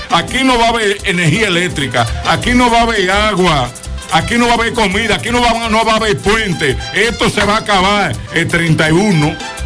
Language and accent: Spanish; San Cristóbal, Dominican Republic; donde yo me crié y nací.